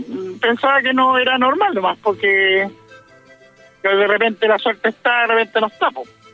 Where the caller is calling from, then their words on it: Quilpué, Valparaíso, Chile; soy de Quilpué.